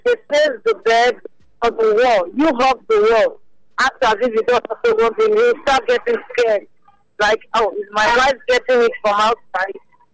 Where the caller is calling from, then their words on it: Benin City, Edo, Nigeria; I'm calling from Benin.